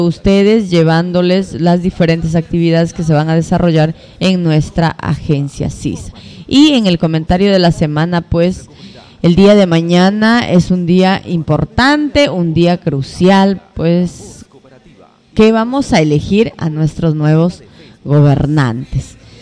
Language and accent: Spanish; El Dorado Province, San Martín, Peru; nosotros como doradinos, como peruanos